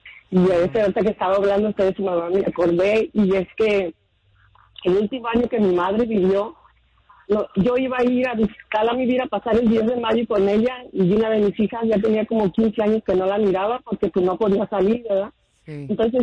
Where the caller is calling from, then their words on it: Michoacán, Mexico; Yo soy de Michoacán